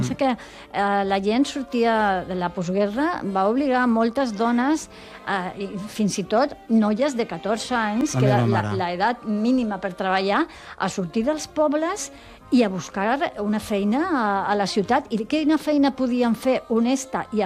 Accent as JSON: {"language": "Catalan", "town": "Barcelona", "region": "Catalonia", "country": "Spain", "said": "perquè sóc de Barcelona"}